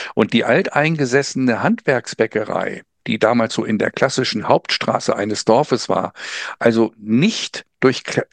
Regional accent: Benefeld, Lower Saxony, Germany; Ich bin ja groß geworden in der Nähe von Walsrode in einem Dorf. Benefeld heißt der.

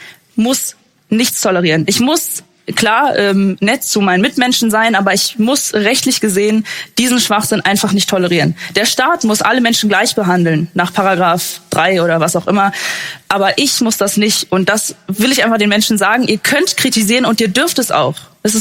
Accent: Germany; Aber wenn ich als Deutsche mit sogar Migrationshintergrund sagen möchte, ich möchte meine Deutschlandfahne hinhängen, dann ist das natürlich verboten.

